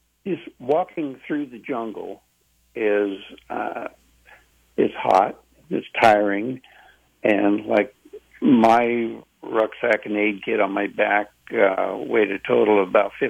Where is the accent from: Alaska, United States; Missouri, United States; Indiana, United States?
Alaska, United States; Seward; I was born and raised in Alaska. Seward, Alaska is where I was born.